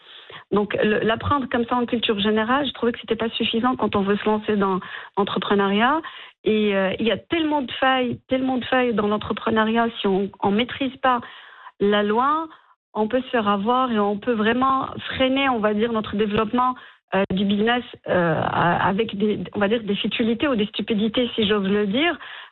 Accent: Morocco; Et on est marocain, donc on peut se déplacer au sud du Maroc quand on veut, on est agile, on est flexible.

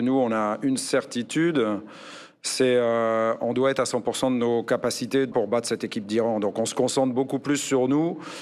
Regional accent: France; Moi, je suis français, donc je connais bien Godos aussi, qui a joué à Amiens.

